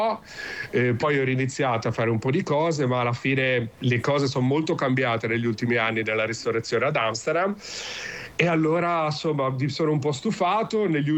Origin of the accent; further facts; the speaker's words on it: Savona, Liguria, Italy; now in Netherlands; Io sono dalle Fornaci a Savona, quindi una via sul mare.